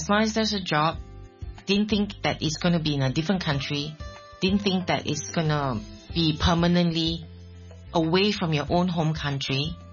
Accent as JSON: {"language": "English", "country": "Malaysia", "moved": "as an adult", "lives_now": "Hong Kong", "said": "I'm a Malaysian who has been living in Hong Kong nearly 40 years."}